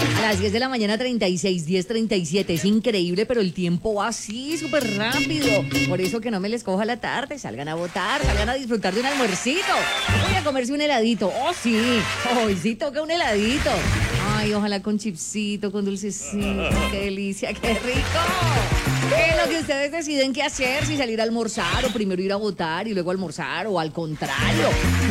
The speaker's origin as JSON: {"language": "Spanish", "region": "Cauca", "country": "Colombia", "said": "nuestro derecho como caucanos, como colombianos."}